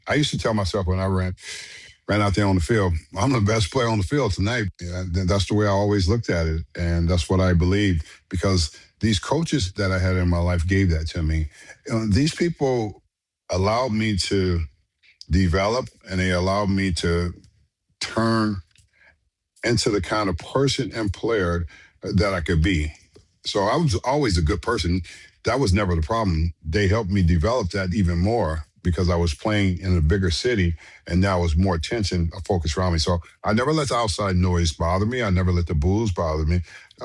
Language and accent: English; Los Angeles, California, United States; Most of the time, it was growing up in South Central, Crenshaw High, and Eric went to Fremont